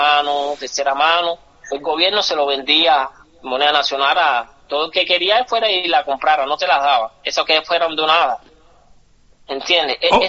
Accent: Cuba; nosotros, como cubanos, nosotros, pueblo, como cubanos

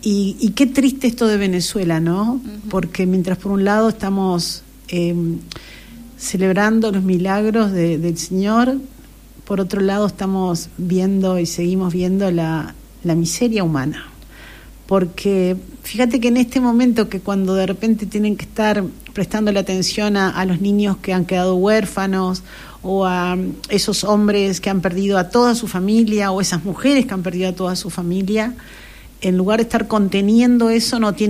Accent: Colonia, Uruguay; Somos solidarios los colonienses.

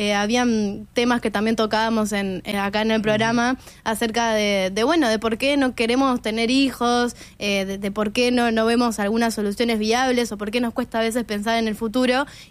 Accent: Montevideo, Uruguay; yo soy de La Teja

